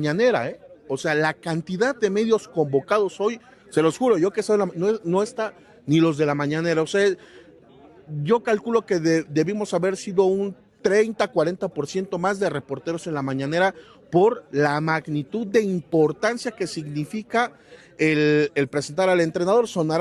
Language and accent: Spanish; Ecatepec, State of Mexico, Mexico; Yo hoy que me levanté en mi pueblo allá en Ecatepec, dije, amanecimos a 10 grados centígrados en Ecatepec.